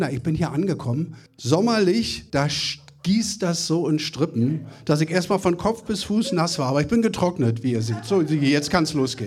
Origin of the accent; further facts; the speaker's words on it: Berlin, Germany; Urberliner. Hört man, ne? Icke bin Berliner, also ganz, ganz echt. Ich bin jetzt an den Stadtrand gezogen.